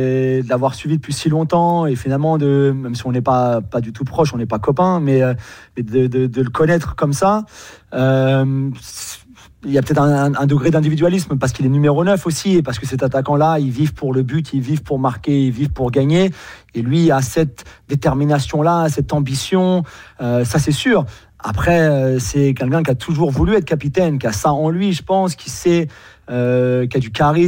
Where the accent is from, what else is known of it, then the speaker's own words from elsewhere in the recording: Paris, Île-de-France, France; je suis Parisien aussi